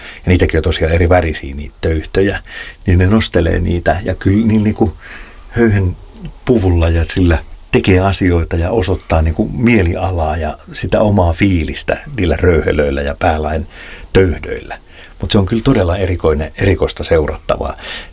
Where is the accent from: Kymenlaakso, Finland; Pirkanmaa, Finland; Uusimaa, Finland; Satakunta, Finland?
Satakunta, Finland; Pori; Mä muistan 80-luvulla, niin kun mä olen Porista kotoisin, niin siellä oli vielä suokukkoja soittimia, ja niitä pesi siellä rantaniityllä.